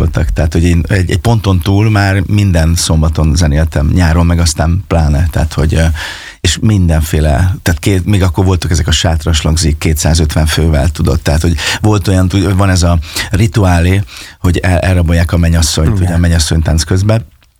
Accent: Fényeslitke, Szabolcs-Szatmár-Bereg, Hungary; also born or lived in Kisvárda; Hát ugye én Fényeslétként nőttem föl, és Kisvárdán születtem, és hát ott a megyében, ahova hívtak

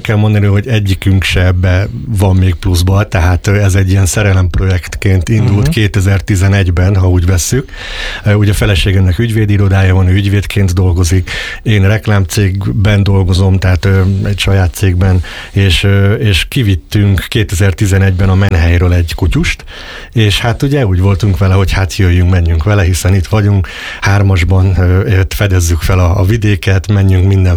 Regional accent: Balatonkeresztúr, Somogy, Hungary; born there; moved away as an adult; also born or lived in Fonyód / Budapest / Szeged; now in Keszthely, Hungary; ott nőttem fel, 8 éves koromban költöztünk családdal Balaton keresztúra, ahol fejeztem az általános iskolát, majd Fonyódon érettségiztem a gimnáziumba, onnan ugye hát azért az utam Budapest és Szegedre vezetett egyetemre

